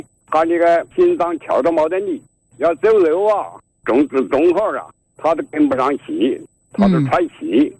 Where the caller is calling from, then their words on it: Xiaochang, Hubei, China; 我是小昌人。